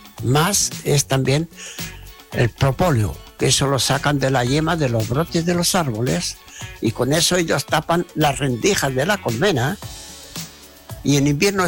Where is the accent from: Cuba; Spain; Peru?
Spain; moved away as an adult; now in Ralún, Chile; vengo de una familia que somos 7 hermanos. Ya. Éramos, porque ya quedamos solamente 3. Ya. Nací en España